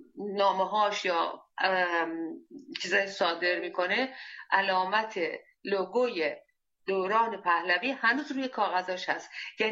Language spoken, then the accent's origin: Persian; Iran; به عنوان یک ایرانی که دلش برای آزادی مردم ایران میتپه